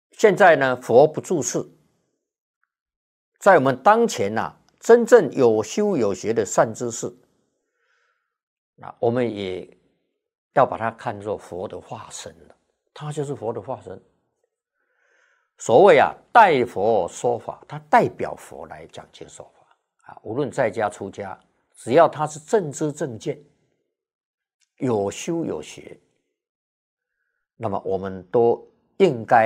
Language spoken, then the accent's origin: Chinese; Taiwan; 我们在台湾讲台语